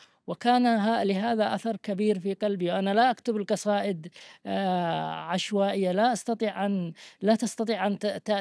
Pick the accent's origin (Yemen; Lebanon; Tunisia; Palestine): Yemen; born there; أسكن في قريتي التي ولدت فيها أعلى جبل يطل على تهامة وعلى البحر